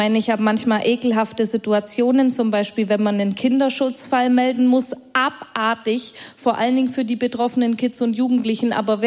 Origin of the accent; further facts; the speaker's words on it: Bavaria, Germany; Nessie hat ja schon gesagt, ich komme aus Bayern, also aus dem schwäbischen Teil Bayerns.